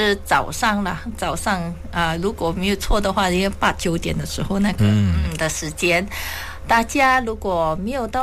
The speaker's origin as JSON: {"language": "Chinese", "country": "Malaysia", "said": "我们马来西亚人民"}